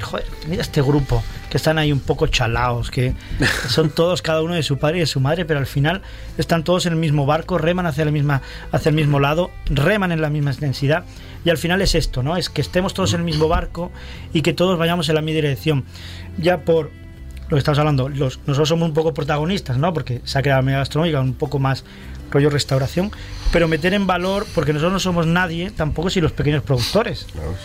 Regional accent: Almería, Andalusia, Spain; yo vengo un poco más de fuera, soy de Almería todavía, pero vengo más de fuera

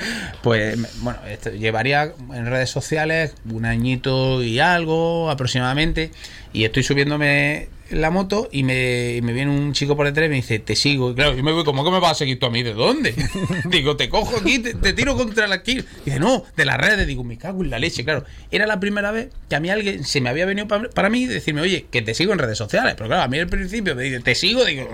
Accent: Andalusia, Spain; Somos andaluces

